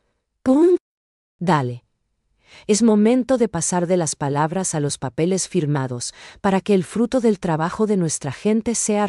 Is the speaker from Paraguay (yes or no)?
yes; Paraguay; esa esencia pura que nos identifica como paraguayos de verdad?